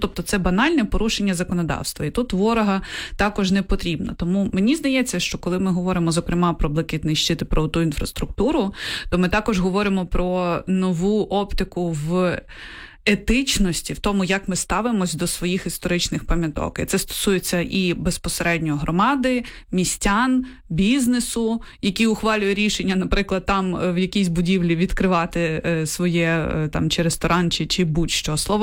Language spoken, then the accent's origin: Ukrainian; Kyiv, Ukraine; я от як киянка